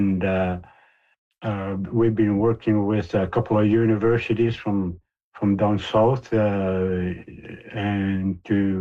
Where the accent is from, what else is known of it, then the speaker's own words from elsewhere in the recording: Pangnirtung, Nunavut, Canada; moved away as an adult; now in Grise Fiord, Canada; Well, I've been living here for just over 30 years. I'm originally from Pang